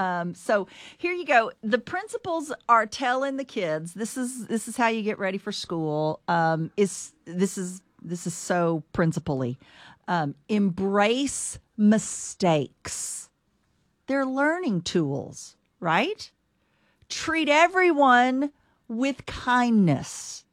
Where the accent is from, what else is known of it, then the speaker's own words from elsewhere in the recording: Texas, United States; I'm from Texas